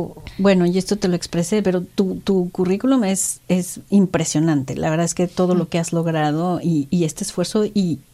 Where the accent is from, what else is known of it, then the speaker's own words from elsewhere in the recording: Mexico City, Mexico; also born or lived in Chicago; Es interesante que yo también soy de la Ciudad de México y cuando visito Nueva York siento que estoy en mi elemento. Y igual que tú, cuando me mudé a Chicago, pensé que era una ciudad como de provincia.